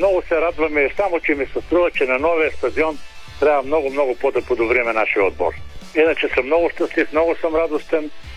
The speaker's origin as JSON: {"language": "Bulgarian", "town": "Burgas", "region": "Burgas Province", "country": "Bulgaria", "moved": "yes", "said": "аз съм бургазлия и цяло лято съм си в Бургас."}